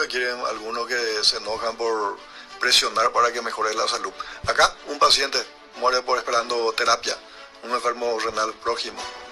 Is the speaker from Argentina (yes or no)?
no; Paraguay; No me voy a callar como paraguayo.